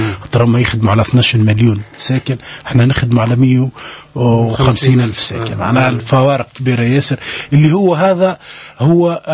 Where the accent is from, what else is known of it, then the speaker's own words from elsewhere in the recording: Tunisia; احنا في تونس